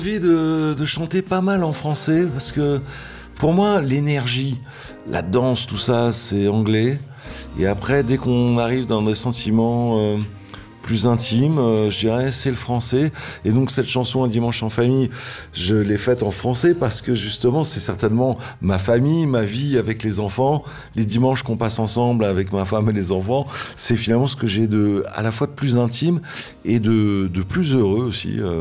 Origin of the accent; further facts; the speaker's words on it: Île-de-France, France; j'ai grandi dans le Vaudois, dans une banlieue quand même assez lointaine, relativement triste, avec pas grand chose à faire